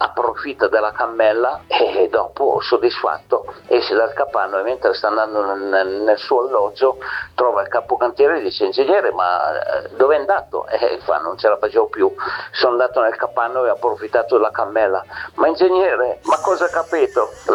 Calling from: Cornegliano Laudense, Lombardy, Italy; da Cornigliano Rodense.

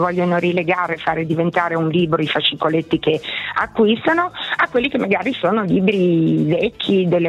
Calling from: Dusino San Michele, Piedmont, Italy; Io sono a Dusino San Michele, che è un micro paese in provincia di Asti

